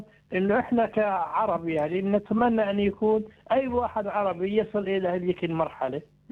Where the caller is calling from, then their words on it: Jordan; أنا كأردني